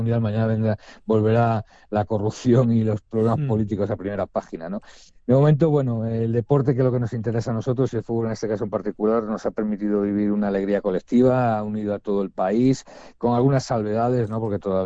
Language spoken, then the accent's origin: Spanish; Spain; la inmensa mayoría de españoles hemos disfrutado de una felicidad absoluta